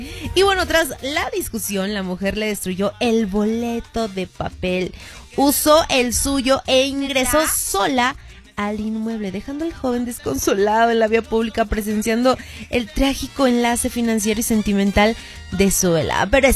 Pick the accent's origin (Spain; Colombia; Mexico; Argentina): Mexico; Xochimilco, Mexico City; soy de Xochimilco